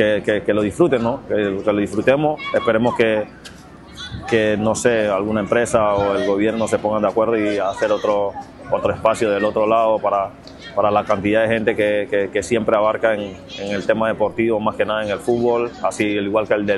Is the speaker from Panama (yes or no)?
yes; Colón, Panama; los colonenses que tenemos que ir a viajar a otros lugares